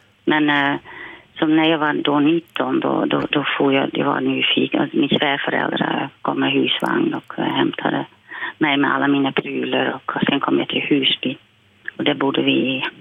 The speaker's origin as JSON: {"language": "Swedish", "town": "Silvolde", "region": "Gelderland", "country": "Netherlands", "said": "Dottinghem, nära Arnhem, nära tyska gränsen också, 30 kilometer ifrån. Jag är från Silvolde."}